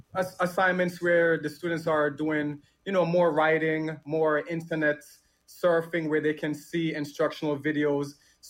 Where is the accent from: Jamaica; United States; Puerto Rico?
Jamaica; moved away; Growing up in Jamaica and you know, when I was a kid